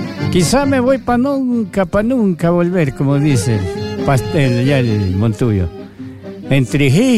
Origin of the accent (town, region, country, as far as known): Ecuador